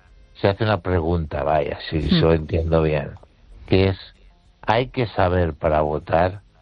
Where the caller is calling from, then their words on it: Ourense, Galicia, Spain; de Orense.